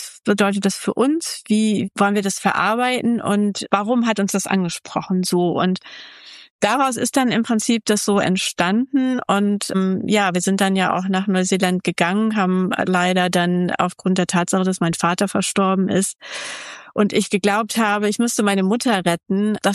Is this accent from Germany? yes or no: yes; Mönchengladbach, North Rhine-Westphalia, Germany; also born or lived in Göttingen; now in Einbeck, Germany; Also ich komme ganz ursprünglich aus Mönchengladbach, es am linken Niederrhein liegt.